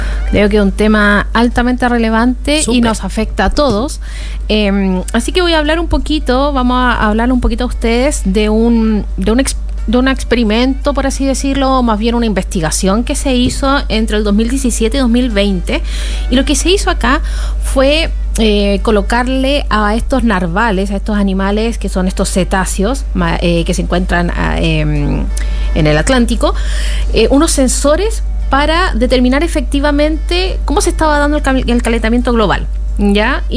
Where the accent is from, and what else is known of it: Chile